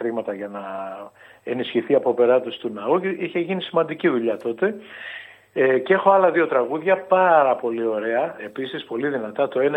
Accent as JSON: {"language": "Greek", "town": "Kefalonia", "region": "Ionian Islands", "country": "Greece", "said": "εγώ που είμαι Κεφαλονίτης, αλλά... που δεν αισθάνομαι μόνο Κεφαλονίτης, αισθάνομαι βαθύτατα Έλληνας"}